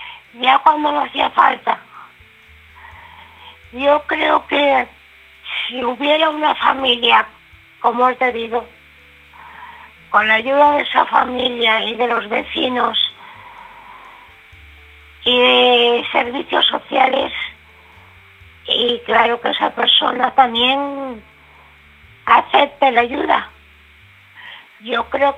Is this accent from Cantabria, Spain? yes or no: yes; Santander, Cantabria, Spain; Todos sitios son buenos, pero los de Santander somos de Santander.